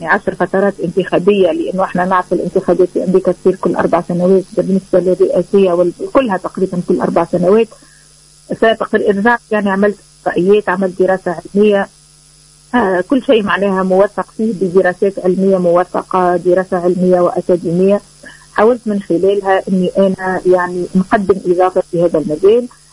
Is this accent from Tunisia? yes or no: yes; Tunisia; now in United States; أنا أولا وأخيرا تونسية كما ديما نقول، راهو مهما تغربنا ومهما خدينا جنسية أخرى تبقى أمنا الأولى هي تونس اللي تربينا فيها